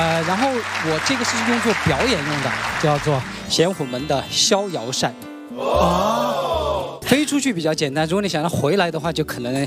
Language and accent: Chinese; Sichuan, China; 大家好，我是来自四川的 … ，从小6岁开始习武。